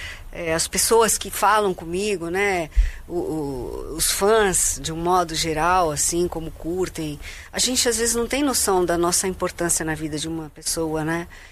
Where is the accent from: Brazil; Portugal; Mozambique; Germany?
Brazil; São Paulo; born there; also born or lived in Rio de Janeiro; now in Jundiaí, Brazil; Eu sou da Vila Sônia. Adoro aquele bairro. Tenho família que mora lá ainda.